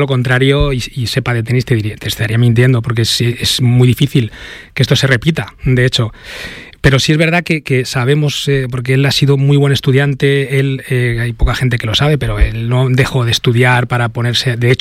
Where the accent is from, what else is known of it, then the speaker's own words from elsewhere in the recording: Leganés, Community of Madrid, Spain; da la coincidencia que también soy de Leganés, entonces le conozco, soy de Leganés